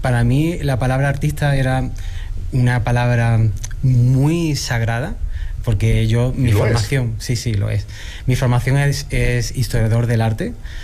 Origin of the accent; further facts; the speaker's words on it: Málaga, Andalusia, Spain; la identidad de de donde vengo, es decir, de Málaga, España, hacia México, ¿no?